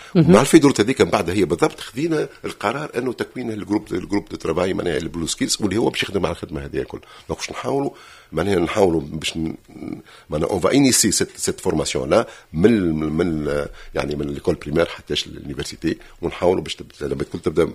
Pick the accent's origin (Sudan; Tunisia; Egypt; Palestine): Tunisia; عندنا في تونس